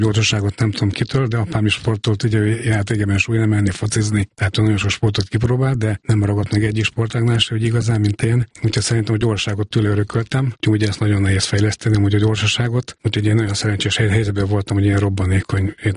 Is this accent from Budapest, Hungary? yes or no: no; Miskolc, Borsod-Abaúj-Zemplén, Hungary; born there; Még Miskolcon születtem 1965-ben, igen